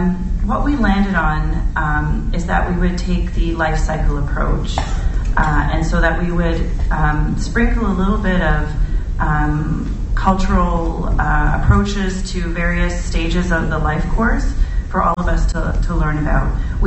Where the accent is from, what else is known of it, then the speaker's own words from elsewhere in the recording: Alderville First Nation, Ontario, Canada; am a First Nations woman. I'm a band member at Kitigan Zibi First Nation, and I grew up in Alderville First Nation